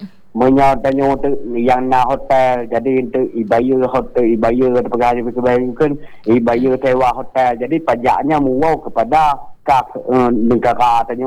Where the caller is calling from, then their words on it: Meulaboh, Aceh, Indonesia; lon selaku warga Melabuh lon terasa bangga